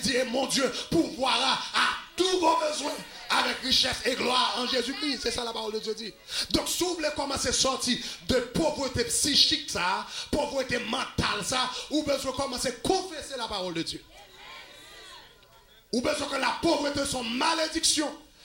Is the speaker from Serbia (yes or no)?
no; Haiti; nous-mêmes haïtiens, nous devons suspendre la vision poule.